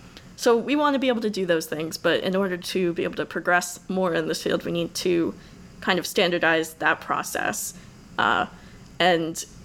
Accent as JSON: {"language": "English", "region": "Pennsylvania", "country": "United States", "tie": "born or raised there", "moved": "as an adult", "lives_now": "Oberlin, United States", "said": "my hometown is a little bit north of Philadelphia."}